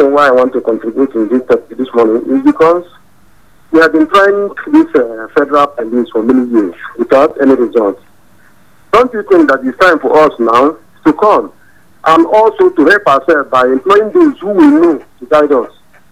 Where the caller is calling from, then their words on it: Nigeria; I say this is … calling from Serindada.